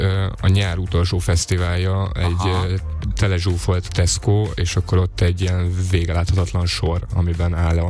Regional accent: Kisgyőr, Borsod-Abaúj-Zemplén, Hungary; Kisgyőrből jövünk, ez Miskolc mellett egy nagyon pici kis falucska, hegylábánál van, a Büklábán

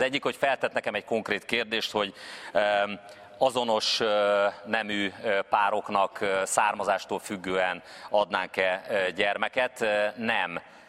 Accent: Szeged, Csongrád-Csanád, Hungary; moved away as an adult; now in Budapest, Hungary; Így telt el az én életem, az egy szegedi lakótelepről indult, 18 évesen a 8. kerületbe Budapestre kerültem

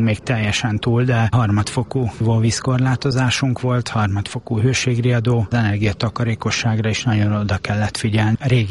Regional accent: Budapest, Hungary; Igen, én óbudai vagyok.

